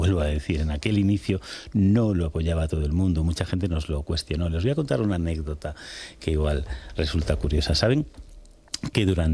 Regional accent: Extremadura, Spain; les hablo de Badajoz porque es lo que yo viví

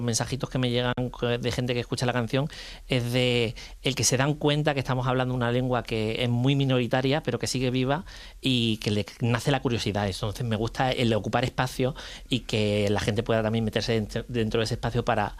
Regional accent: Plasencia, Extremadura, Spain; Yo soy de Plasencia.

